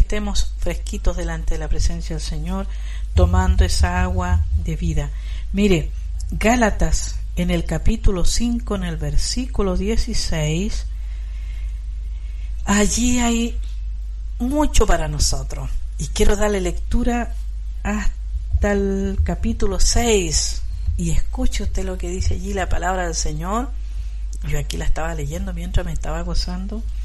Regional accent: Chile; que somos aquí los chilenos.

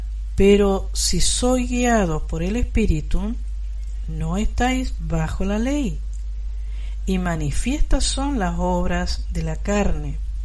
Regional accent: Chile; que somos aquí los chilenos.

